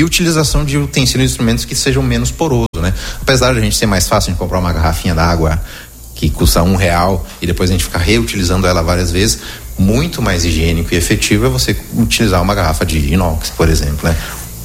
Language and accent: Portuguese; Brazil; E eu também sou brasileiro